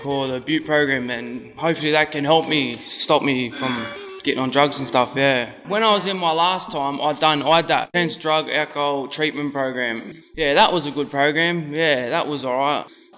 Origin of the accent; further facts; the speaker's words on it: Newcastle, New South Wales, Australia; I'm from Newcastle, my tribe's Warramai.